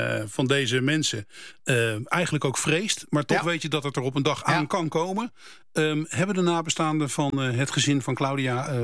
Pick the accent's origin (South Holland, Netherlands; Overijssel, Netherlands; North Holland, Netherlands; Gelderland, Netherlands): South Holland, Netherlands; Zoetermeer; Ik zeg dat zo omdat ik zelf uit Zoetermeer kom.